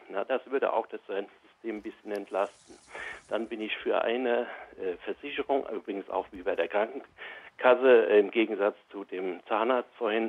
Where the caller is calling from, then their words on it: Taunusstein, Hesse, Germany; Ja, hallo Frau Krüger, ich bin aus Taunusstein.